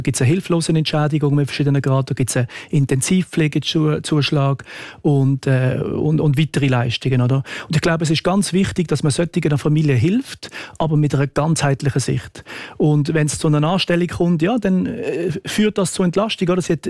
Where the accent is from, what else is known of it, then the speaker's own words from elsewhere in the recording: Switzerland; Wenn wir das als Schweizer Bevölkerung, dass wir verpflichtet werden, zu pflegen